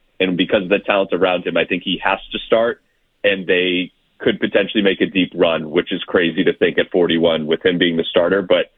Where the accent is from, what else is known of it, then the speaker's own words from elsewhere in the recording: Methuen, Massachusetts, United States; now in Waltham, United States; So I'm actually from Methuen, so I grew up in that area.